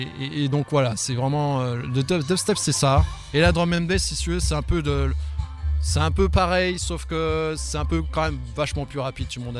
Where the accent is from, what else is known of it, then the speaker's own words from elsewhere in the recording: Guadeloupe; now in France; Mais j'ai grandi en Guadeloupe, donc si tu veux, c'est un autre cadre, c'est d'autres influences.